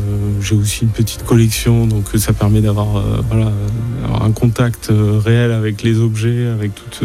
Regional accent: Grand Est, France; Je viens de la Marne. D'ailleurs, ce livre est un livre très personnel parce qu'il raconte ce qui s'est passé à 2-3 kilomètres de mon village, là où j'ai grandi.

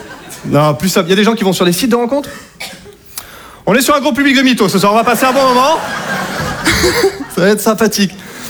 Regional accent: Hauts-de-France, France; moved away as an adult; now in Paris, France; chez moi, en Picardie

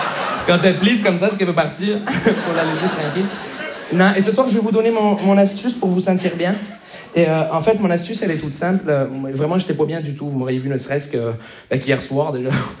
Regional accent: Montreal, Quebec, Canada; je viens de Montréal.

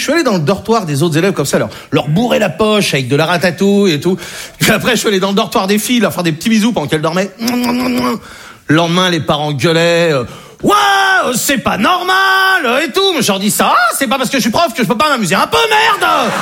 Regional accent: Brittany, France; Je suis breton. J'ai 20 ans.

